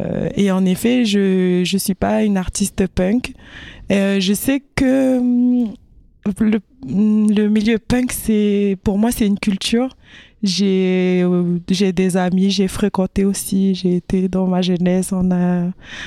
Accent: Paris, Île-de-France, France; donc, et je suis de Paris, originaire de Kanaki, Nouvelle-Calédonie, donc je me perçois plutôt comme une femme kanak et hexagonale française aussi.

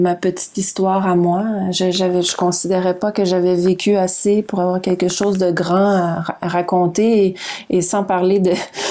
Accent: Quebec, Canada; accent: Québécois French; notre langue dont on avait honte autrefois moi je le porte fièrement le français québécois là, même si j'ai un accent un peu bizarre peut-être pour certains qui nous écoutent là.

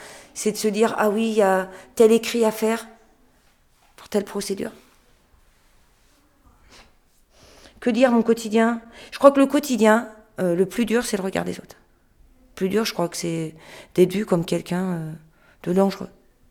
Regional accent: France; Je suis française convertie à l'islam.

